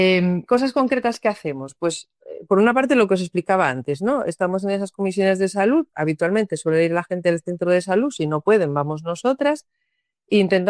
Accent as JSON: {"language": "Spanish", "town": "Candás", "region": "Asturias", "country": "Spain", "said": "lo primero que tengo que decir es que no soy de Cangas de Narcea, encima yo soy de Candás"}